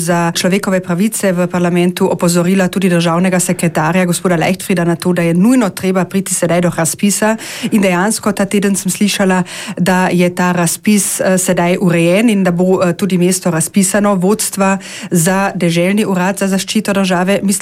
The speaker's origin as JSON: {"language": "Slovenian", "region": "Carinthia", "country": "Austria", "said": "tudi kot koroške Slovenke in Slovenci"}